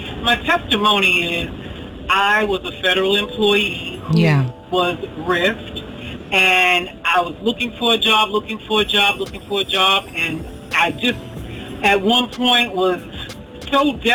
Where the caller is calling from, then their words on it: Owings Mills, Maryland, United States; I'm calling from Owens Mills, Maryland.